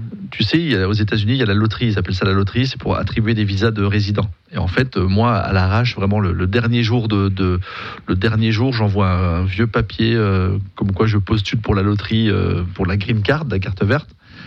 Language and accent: French; Geneva, Switzerland; Besançon, j'ai grandi à Genève.